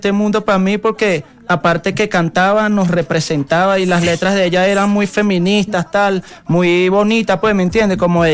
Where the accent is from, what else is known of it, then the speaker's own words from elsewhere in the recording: Venezuela; en Venezuela no solamente somos buenos para la música comercial y bailable